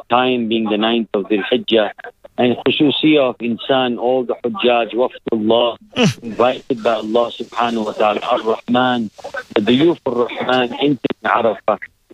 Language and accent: English; South Africa; South Africans, we have always grown up with Holiday in. So this feels like home to us.